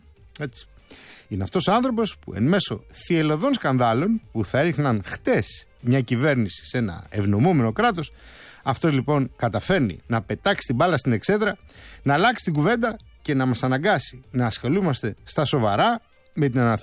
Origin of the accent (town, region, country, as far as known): Greece